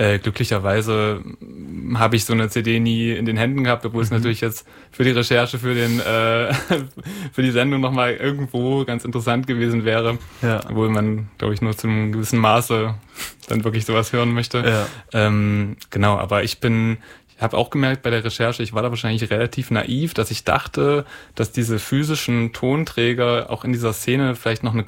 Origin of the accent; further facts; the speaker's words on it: Saxony-Anhalt, Germany; ich komme aus der Nähe von Halle und da gibt es viele Dorffeste, die man auch nicht besuchen muss.